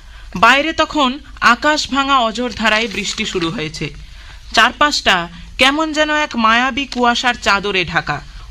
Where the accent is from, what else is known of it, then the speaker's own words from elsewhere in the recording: Baranagar, West Bengal, India; আমার বাড়ি বড়ানগরে, আমি বড়ানগর রামকৃষ্ণ মিশন আশ্রম উচ্চ বিদ্যালয়ে পড়ি।